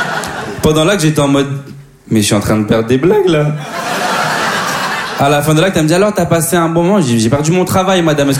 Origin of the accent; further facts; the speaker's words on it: DR Congo; Hey, moi, je suis congolais, hein. On aime les femmes, mais on préfère les vêtements.